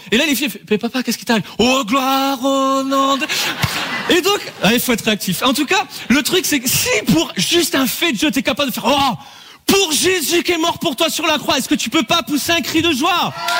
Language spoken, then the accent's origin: French; Bordeaux, Nouvelle-Aquitaine, France